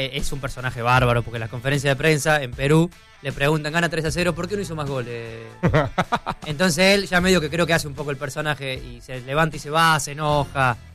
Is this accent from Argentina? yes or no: yes; Burzaco, Buenos Aires Province, Argentina; yo soy de Bursaco.